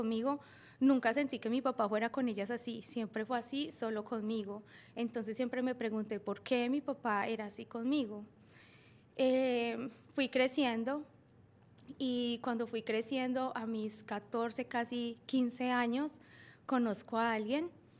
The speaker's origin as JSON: {"language": "Spanish", "town": "Pereira", "region": "Risaralda", "country": "Colombia", "tie": "born there", "said": "yo soy colombiana."}